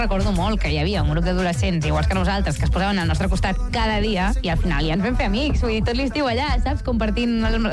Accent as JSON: {"language": "Catalan", "town": "Blanes", "region": "Catalonia", "country": "Spain", "tie": "born or raised there", "said": "Bueno, no, és que d'entrada soc de Blanes. Llavors, tota la meva adolescència l'he viscut a la platja"}